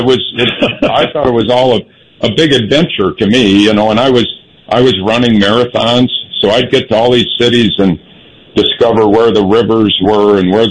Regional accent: Minneapolis, Minnesota, United States; moved away as an adult; I get to Northwest Airlines, my hometown. I'm back to Minneapolis

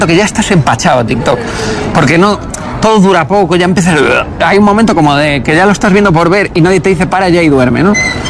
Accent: Canary Islands, Spain; born there; Porque yo nací en Canarias, tú eres canario.

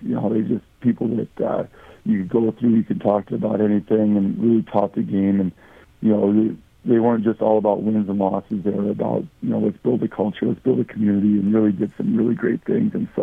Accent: Pipestone, Minnesota, United States; moved away as an adult; also born or lived in Vermillion, South Dakota / Lead-Deadwood, South Dakota; I grew up in Pipestone, Minnesota.

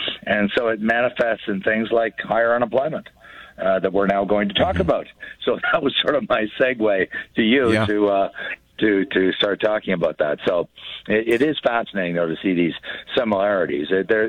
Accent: Canada; now, remember, I'm a Canadian. I'm here on Canadian dollars.

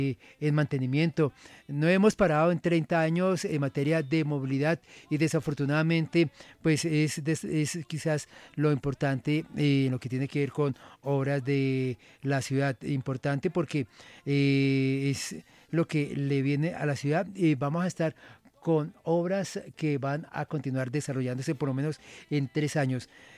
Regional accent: Bogotá, Colombia; Eso nos hace verdaderamente bogotanos.

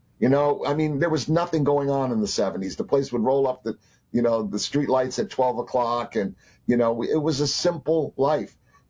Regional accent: Florida, United States; the book is a story about a kid growing up in Florida, and it tells my backstory

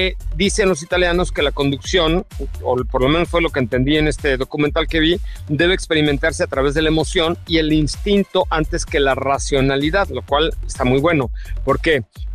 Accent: Mexico; Así somos un poco los mexas

